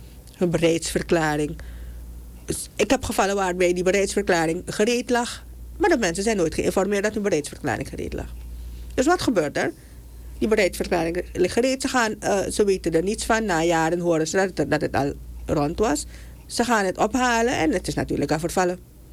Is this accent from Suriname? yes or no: yes; Suriname; ik ben een Surinaamse burger. Ik heb in Suriname gestudeerd. Ik kom van de Universiteit van Suriname.